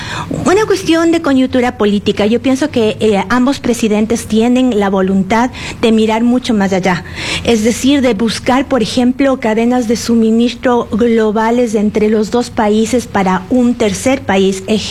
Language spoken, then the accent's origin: Spanish; Ecuador